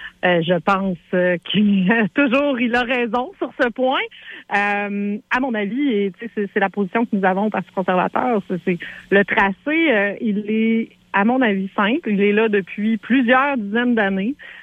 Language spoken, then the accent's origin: French; Montmagny, Quebec, Canada; also born or lived in Rimouski; now in Quebec City, Canada; moi, je viens de Montmagny, hein?